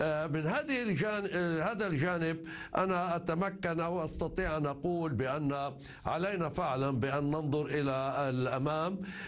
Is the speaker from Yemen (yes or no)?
no; Lebanon; نحن كلبنانيين